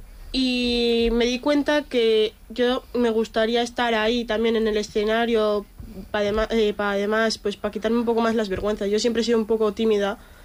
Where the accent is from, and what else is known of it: Deba, Basque Country, Spain